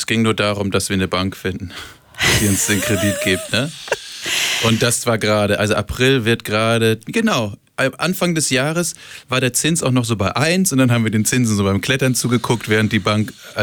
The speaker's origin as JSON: {"language": "German", "town": "Flensburg", "region": "Schleswig-Holstein", "country": "Germany", "tie": "born there", "also_born_or_lived": "Hamburg", "moved": "yes", "lives_now": "Schleswig-Holstein, Germany", "said": "ich komme gebürtig aus Flensburg, das möchte ich immer dazu sagen. Ich bin kein Hamburger, jetzt sowieso nicht mehr."}